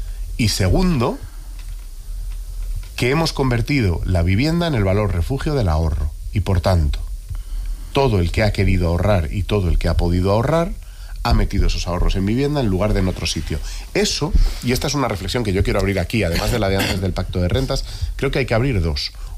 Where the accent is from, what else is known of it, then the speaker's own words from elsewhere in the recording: Madrid, Community of Madrid, Spain; yo te digo que en Madrid, que es lo que conozco porque es mi pueblo, en Madrid se está construyendo